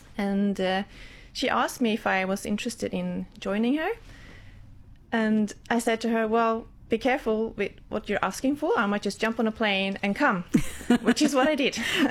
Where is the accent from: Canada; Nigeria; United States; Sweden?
Sweden; Örnsköldsvik, Västernorrland County; English is a second language; moved away; also born or lived in Wollongong; So I'm from a town called Örnsköldsvik. It's in the northern part of Sweden.